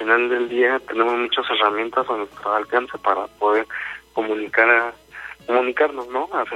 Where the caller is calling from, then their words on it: Ecatepec, State of Mexico, Mexico; yo trabajo por la Ciudad de México, yo soy del Estado de México, de aquí de Catepec.